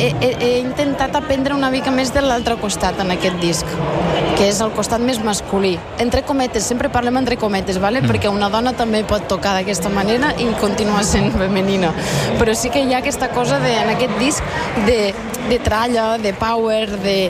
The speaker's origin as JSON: {"language": "Catalan", "town": "Agramunt", "region": "Catalonia", "country": "Spain", "said": "Jo soc de Gramunt."}